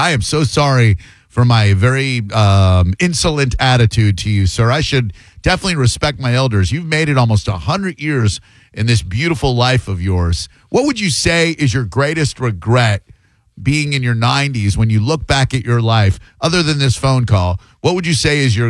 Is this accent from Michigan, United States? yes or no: no; Far Rockaway, New York, United States; born there; I was born in Far Rockaway, never really brought up in Manhattan. I did go to the city a lot. My grandparents live in Larchmont.